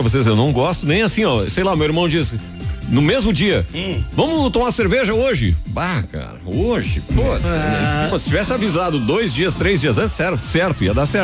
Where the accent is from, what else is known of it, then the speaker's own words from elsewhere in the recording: São João do Polêsine, Rio Grande do Sul, Brazil; moved away; no interior, eu sou de São João do Polesnik, que é interior do interior